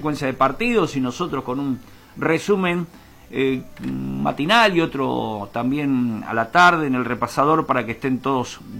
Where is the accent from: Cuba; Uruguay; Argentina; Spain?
Argentina; los que somos argentinos, nos sentimos argentinos